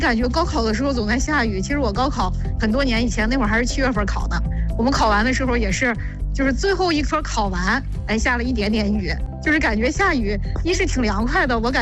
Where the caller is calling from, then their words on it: Shijiazhuang, Hebei, China; 我就是石家庄的。